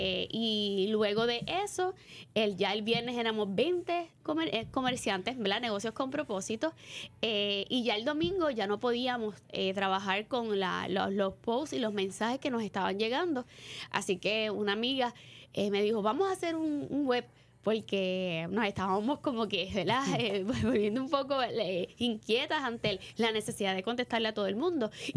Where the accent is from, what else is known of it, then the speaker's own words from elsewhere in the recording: Puerto Rico; nos enseñan como puertorriqueños que la vulnerabilidad es parte del crecimiento y de la necesidad